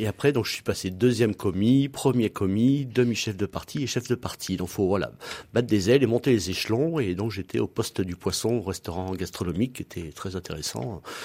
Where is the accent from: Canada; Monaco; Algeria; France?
France; Auvergne-Rhône-Alpes; moved away as an adult; also born or lived in Paris; now in Clermont-Ferrand, France; 4 années à Paris, oui, je pense que ça suffit quand on est auvergnat.